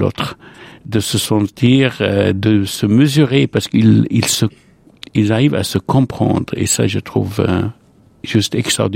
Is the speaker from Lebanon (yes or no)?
yes; Lebanon; moved away as an adult; now in France; je suis né au Liban, j'ai grandi au Liban et je suis venu à France à l'âge de 23 ans.